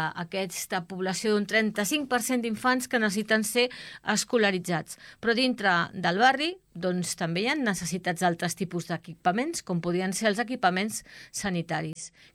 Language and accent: Catalan; Can Clota, Catalonia, Spain; Jo que sóc de Can Clota, he de dir que a Can Clota teníem dues acadèmies petitones.